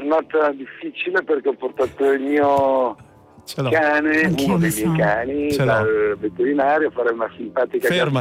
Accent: Genoa, Liguria, Italy; born there; now in Lake Como / Adda area, Italy; io sono nato a Genova, quindi sono nato al mare

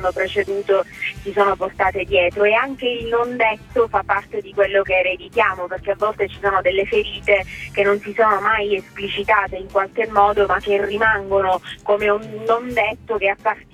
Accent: Sicily, Italy; io sono una siciliana tipica, nel senso che non ho mai avuto il rapporto conflittuale di madre matrigna, e quindi ho sempre amato questa terra in maniera viscerale, quasi a tratti maniacale

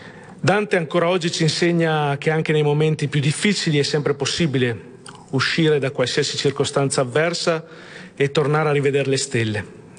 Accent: Verona, Veneto, Italy; noi siamo molto legati come veronesi.

